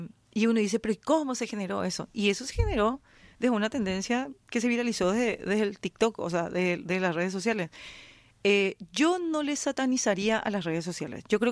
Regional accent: Paraguay; yo misma como paraguaya

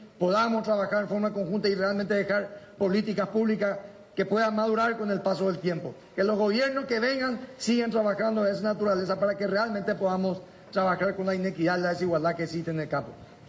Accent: Paraguay; podamos hacerlo juntos como paraguayos

